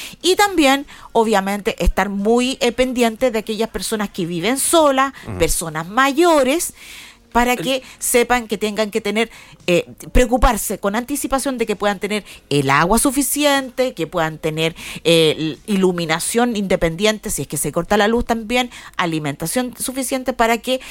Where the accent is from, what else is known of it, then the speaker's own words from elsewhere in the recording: Chile; La palabra con W que utilizamos todos los chilenos.